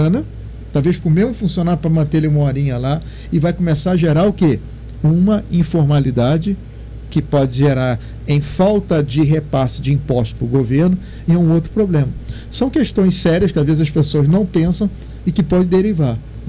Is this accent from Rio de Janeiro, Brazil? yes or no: yes; Rio de Janeiro, Brazil; now in São Paulo, Brazil; Eu sou natural do Rio, né? Eu vim para São Paulo importado, mas eu não perdi alguns sotaques lá.